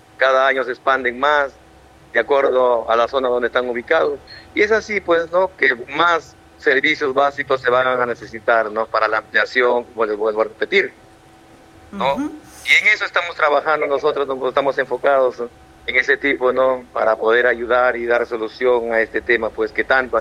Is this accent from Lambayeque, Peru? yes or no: yes; Jayanca, Lambayeque, Peru; mi pueblo de Fiyanca y caseríos